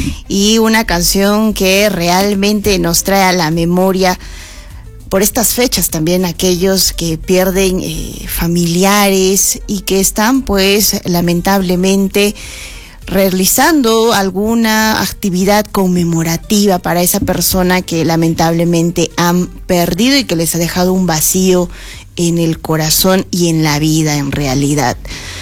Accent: Peru; en este mes en el que celebramos nuestra independencia como peruanos.

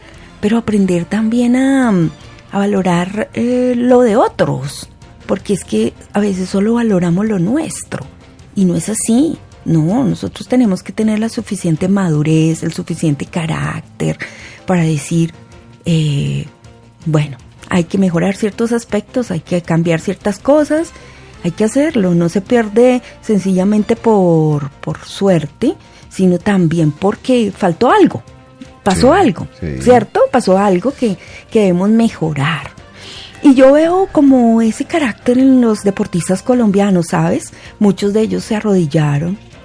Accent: Colombia; manejó otras cosas que a veces como colombianos no manejamos.

